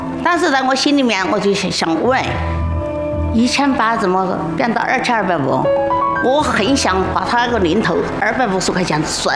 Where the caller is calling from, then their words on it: Sichuan, China; 我也豪爽，我们四川人都豪爽